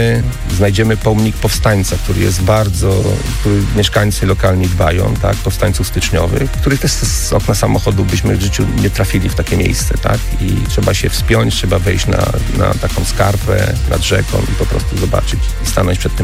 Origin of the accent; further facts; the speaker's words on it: Warsaw, Masovian Voivodeship, Poland; Ja mówię, poznałem ten teren jako warszawiak, ale ja nie byłem na południowym Mazowszu.